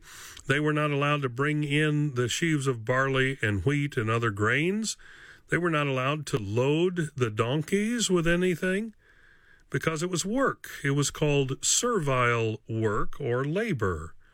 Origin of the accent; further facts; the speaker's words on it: Tennessee, United States; when I grew up in Northeast Tennessee as a youngster